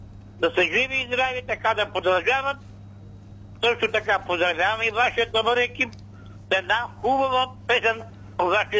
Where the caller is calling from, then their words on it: Pazardzhik, Pazardzhik Province, Bulgaria; Привет от Пазарджик